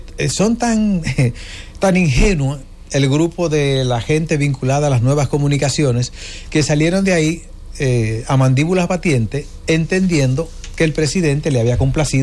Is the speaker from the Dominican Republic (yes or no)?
yes; Dominican Republic